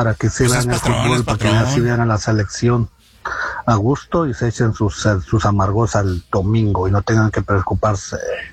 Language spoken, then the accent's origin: Spanish; Ecuador; Con eso no se juega, pero bueno, soy ecuatoriano, no, todavía no lo supera.